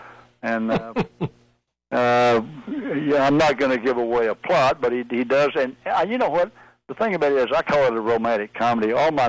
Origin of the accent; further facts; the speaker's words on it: Texas, United States; I grew up in Texas